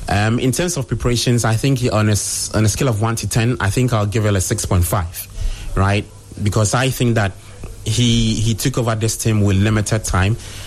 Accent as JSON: {"language": "English", "country": "Ghana", "said": "I'm a Ghanaian."}